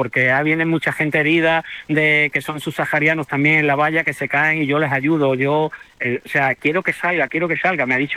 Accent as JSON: {"language": "Spanish", "region": "Ceuta", "country": "Spain", "tie": "born or raised there", "said": "una ciudad como Ceuta, que es una ciudad donde nos hemos criado, lo que somos ceutíes"}